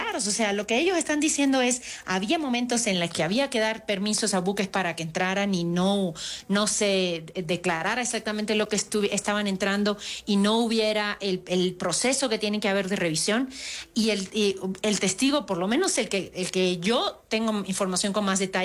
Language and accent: Spanish; Cuba; born there; moved away; yo pues nací en Cuba y es parte del discurso con el que yo crecí